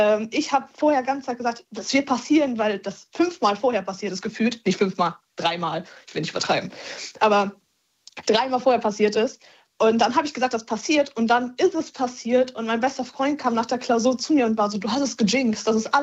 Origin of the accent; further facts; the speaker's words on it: North Rhine-Westphalia, Germany; ich komme aus dem Ruhrpott.